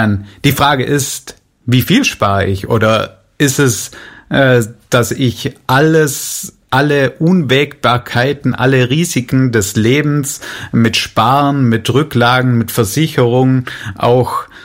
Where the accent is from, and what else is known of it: Swabia, Germany